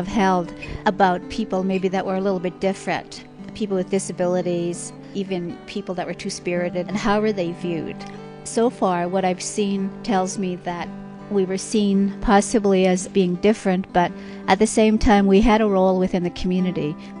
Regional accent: Canada; I am from Canada. I am a member of the Dakota peoples who have nations and communities both in the United States and Canada.

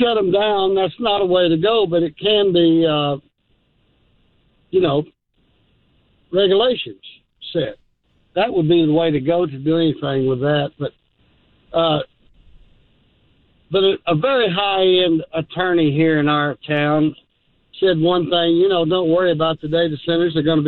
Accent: Arizona, United States; now in Dallas, United States; You know, I came from Arizona to Dallas many, many years ago.

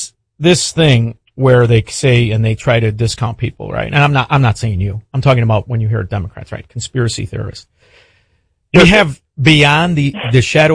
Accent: Melrose Park, Illinois, United States; Keep in mind, I'm from Melrose Park.

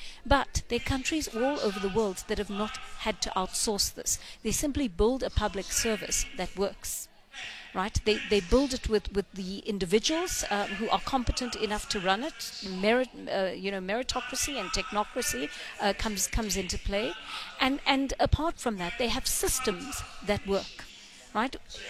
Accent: South Africa; that doesn't sit well with me as a South African citizen who expects everybody around me to be able to travel in and out of the country as an equal

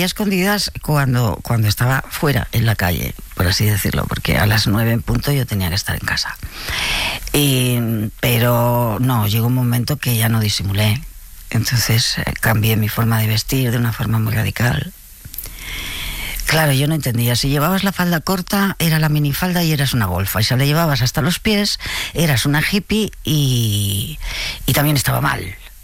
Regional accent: Barcelona, Catalonia, Spain

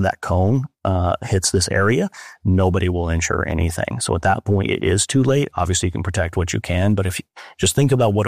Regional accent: Midwest, United States; now in Florida, United States; especially in this area of Florida, I'm from the Midwest originally

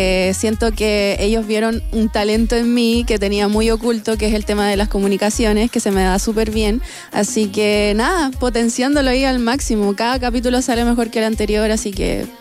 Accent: Curicó, Maule, Chile; me gusta que la gente vea de dónde yo vengo, que me crié en el campo, soy de Los Niches, Curicó

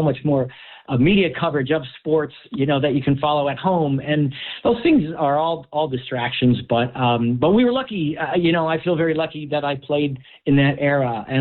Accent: Pennsylvania, United States; So I grew up in Lehigh Valley sports, you know, on the fields of Moravian College.

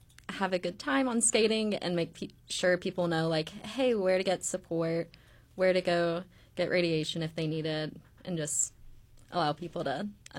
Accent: Tennessee, United States; Like, I'm from Tennessee. I don't have family up here.

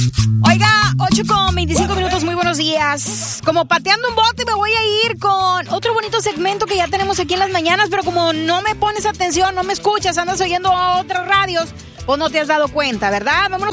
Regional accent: Monterrey, Nuevo León, Mexico; No estoy enojada, así hablo yo. Soy de Monterrey

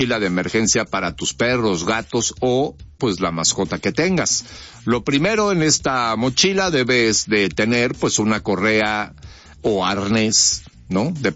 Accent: Mexico; nos caracteriza como mexicanos

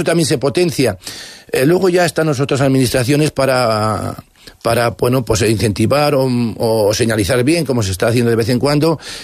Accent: Castile and León, Spain; en mi pueblo, y hay muchos pueblos de Soria

